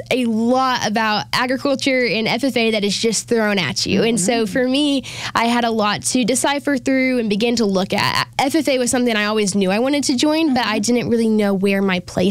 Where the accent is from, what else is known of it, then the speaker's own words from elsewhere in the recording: Bolivar, Missouri, United States; I was born and raised on my family's farm down in southwest Missouri. I'm originally from Bolivar, and growing up, we ran a dairy farm. I loved growing up on a dairy farm.